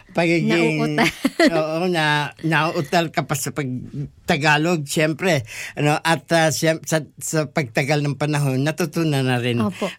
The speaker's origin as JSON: {"language": "Tagalog", "region": "Bicol Region", "country": "Philippines", "first_language": "Bicol", "second_language": "Tagalog", "lives_now": "Melbourne, Australia", "said": "alam naman ng karamihan dito sa Melbourne na ang native tongue ko is not Tagalog. Bicol."}